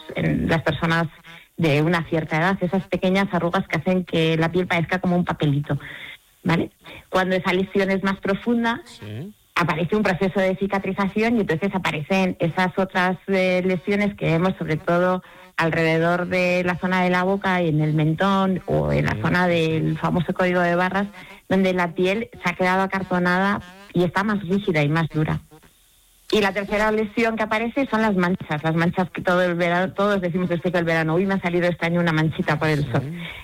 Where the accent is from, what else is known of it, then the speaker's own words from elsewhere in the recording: Spain; porque somos españoles.